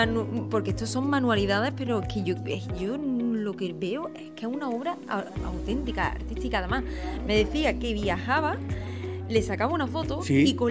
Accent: Córdoba, Andalusia, Spain; Yo soy de Córdoba, pero sí.

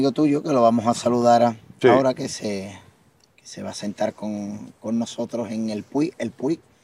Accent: Spain; sin duda, como español esto pues duele, ¿no?

